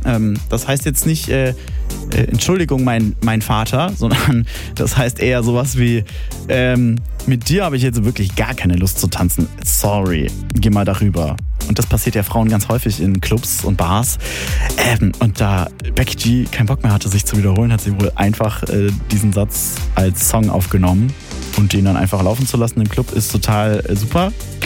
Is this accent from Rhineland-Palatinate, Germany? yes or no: no; Bavaria, Germany